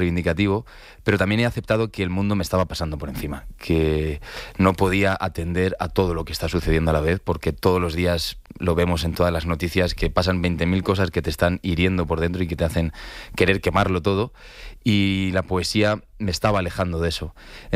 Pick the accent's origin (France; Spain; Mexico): Spain; Leganés, Community of Madrid; ella es de Carabanchel, yo soy de Leganés, San Nicasio, barrio.